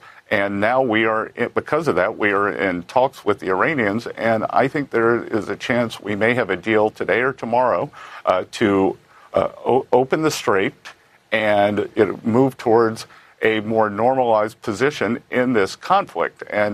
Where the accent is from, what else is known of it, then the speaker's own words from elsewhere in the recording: Charleston, South Carolina, United States; my hometown, Charleston, South Carolina